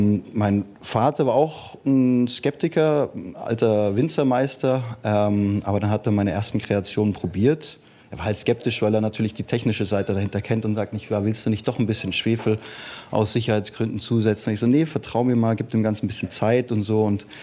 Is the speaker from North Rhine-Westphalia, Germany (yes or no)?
no; Volkach, Bavaria, Germany; Meine Heimat, also das Naturwein ist ja auch eine nachhaltige Sache einfach.